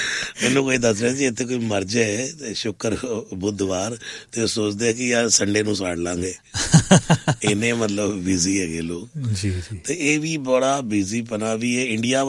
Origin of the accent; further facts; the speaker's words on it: Delhi, India; born there; ਦੋ ਮੰਦਰ ਬਣਵਾਏ ਜਿੱਥੇ ਮੇਰਾ ਜਨਮ ਹੋਇਆ ਸੀ